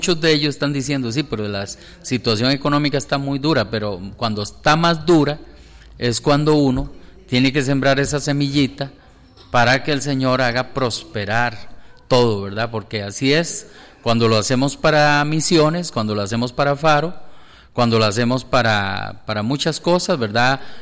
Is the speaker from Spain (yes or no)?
no; Moravia, Coronado, Guadalupe, San José, Costa Rica; la gente de mi pueblo, Moravia, Coronado, Guadalupe.